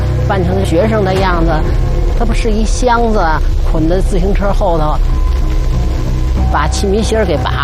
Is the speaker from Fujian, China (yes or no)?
no; Wenquan, Beijing, China; 从涧沟奔我们老家，我们老家不是在那个温泉铺头，到从老家那儿再奔颐和园。